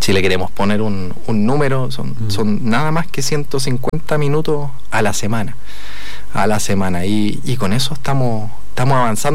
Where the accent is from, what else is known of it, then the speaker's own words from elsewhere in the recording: Santiago, Santiago Metropolitan Region, Chile; now in Bulnes, Chile; yo soy de Santiago, estoy aquí erradicado.